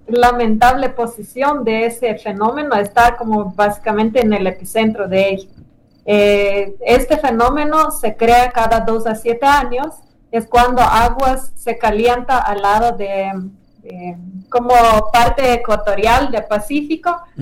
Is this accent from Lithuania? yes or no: yes; Lithuania; Spanish is a second language; now in Ecuador; Soy de Lituania.